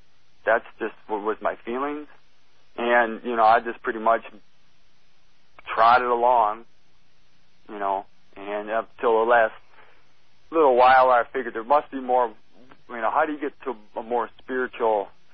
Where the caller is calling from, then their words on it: Michigan, United States; Yes, I'm calling from Michigan.